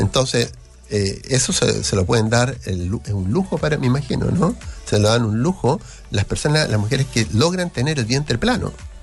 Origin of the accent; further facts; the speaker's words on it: Valparaíso, Chile; Como porteña, ¿ya? Bueno, y lo encuentra en todos lados, en realidad, Bicolon.